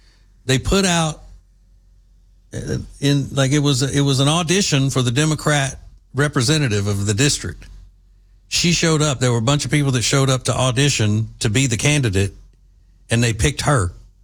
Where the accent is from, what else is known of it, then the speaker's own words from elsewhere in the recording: Louisiana, United States; r Kennedy from my home state of Louisiana. Always profound.